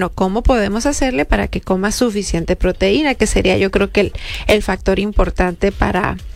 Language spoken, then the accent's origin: Spanish; Mexico; nos quedamos como mexicanos